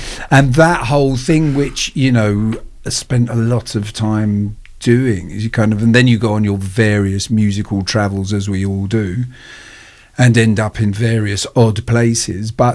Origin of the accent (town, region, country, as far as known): United Kingdom